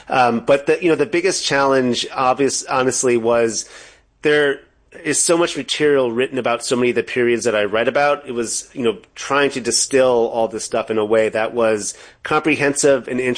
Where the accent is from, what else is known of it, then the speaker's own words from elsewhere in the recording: United States; I mean, I'm American. I'm very patriotic.